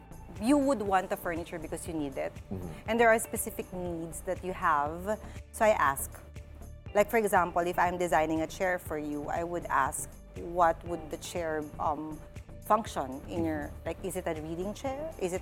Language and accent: English; Central Luzon, Philippines; I'm from Pampanga, I know a lot of people there